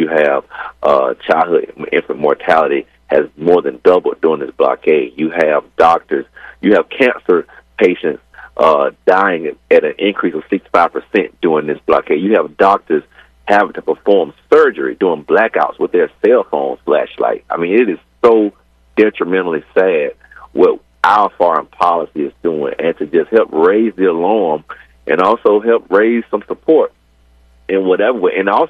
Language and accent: English; Tuskegee, Alabama, United States; I'm from Tuskegee, Alabama, a very historic city in itself because of the university and all the things that happened there with the syphilis study and all of that.